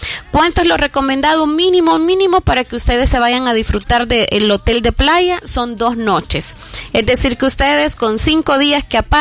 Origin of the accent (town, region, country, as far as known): El Salvador